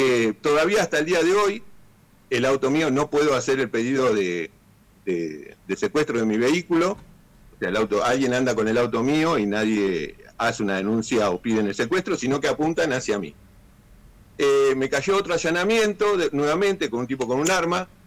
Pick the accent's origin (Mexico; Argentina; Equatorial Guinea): Argentina; Junín, Buenos Aires Province; yo soy de la ciudad de Junín, provincia de Buenos Aires.